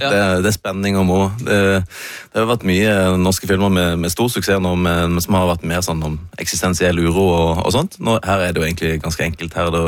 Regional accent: Flekkefjord, Agder, Norway; moved away; Så det gøy da å komme hjem til hjembyen min

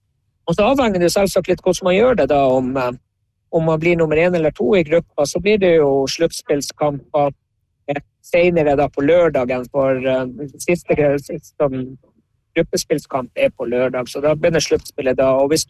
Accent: Troms og Finnmark, Norway; Og det er jo som Finnmarking og Tromsværing av flest.

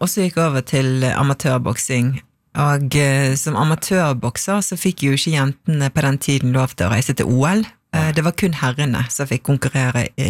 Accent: Vestland, Norway; det ligger rett ned for Stolsen, den berømte Stolskleiven, og det var jo mitt, det var jo der jeg vokste opp og brukte mye tid der, og på Fløyen og på Rundemann, og elsket det.

